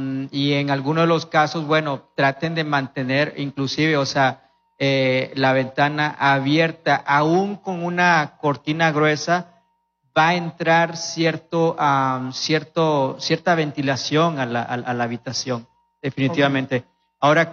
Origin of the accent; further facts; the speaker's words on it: Mexico; Crecí con mis abuelos en México